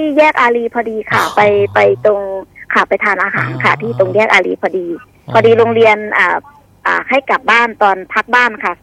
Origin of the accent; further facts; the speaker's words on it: Roi Et, Thailand; เป็นคนจังหวัดร้อยเอ็ดค่ะ